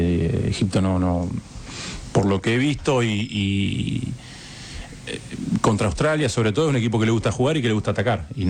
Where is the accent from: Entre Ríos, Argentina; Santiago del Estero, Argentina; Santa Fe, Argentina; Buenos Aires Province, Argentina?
Buenos Aires Province, Argentina; Pehuajó; Te imaginas que yo soy de Pehuajó, provincia de Buenos